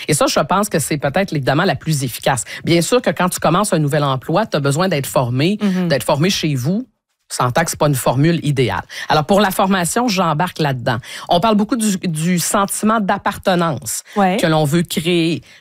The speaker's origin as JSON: {"language": "French", "country": "Canada", "said": "chez nous au Canada"}